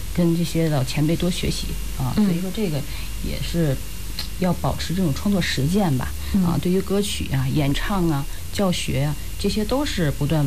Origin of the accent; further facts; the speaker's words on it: Chengde, Hebei, China; 为我们故乡承德